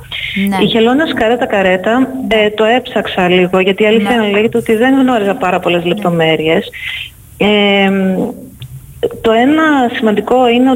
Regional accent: Netherlands; Greek is a second language; Είμαι από την Ολλανδία.

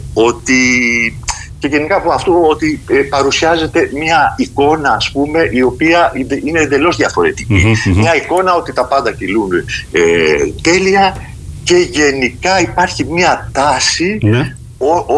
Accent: Greece; Γιατί και εγώ Ακητινός είμαι εδώ πέρα, μεγάλωσα, εδώ είναι η ζωή μου, το αγαπάω το νησί μου.

